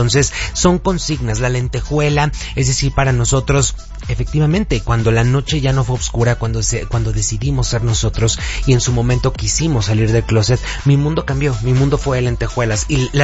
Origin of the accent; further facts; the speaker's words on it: Mexico; Somos mexicanos